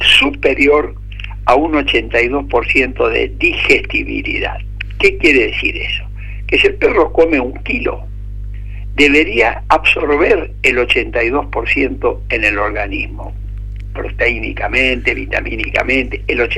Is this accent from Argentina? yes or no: yes; Northeast Argentina, Argentina; now in Rosario, Argentina; Yo soy un agradecidísimo a Rosario por todas las oportunidades que me dio de mi profesión, de mi conocimiento social, todo mi proyecto económico, pero me encanta mi tierra, mis canciones de aquella zona, mi chamamé.